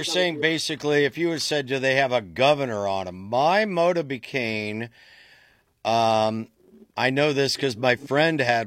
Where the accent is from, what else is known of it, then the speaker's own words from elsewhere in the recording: United States; we're American.